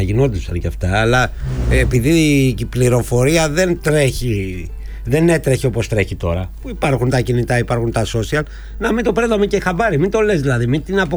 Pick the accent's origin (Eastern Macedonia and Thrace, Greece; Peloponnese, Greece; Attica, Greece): Attica, Greece; Nea Erythraia; έχω προλάβει και εγώ τα χρόνια που στη Νέα Ερυθρέα που έζησα, μεγάλωσα από τότε που γεννήθηκα.